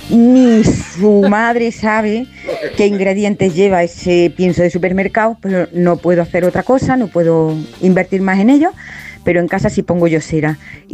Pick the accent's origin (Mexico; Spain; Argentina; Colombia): Spain; Granada, Andalusia; Hola, buenas tardes, equipazo. Soy de Granada.